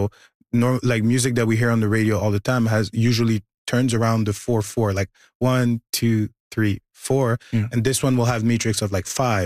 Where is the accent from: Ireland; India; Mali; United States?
Mali; I'm from Mali.